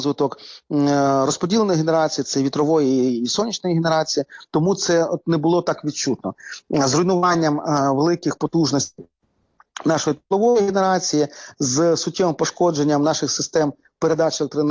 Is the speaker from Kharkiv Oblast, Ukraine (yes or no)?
yes; Kharkiv, Kharkiv Oblast, Ukraine; в моєму рідному Харкові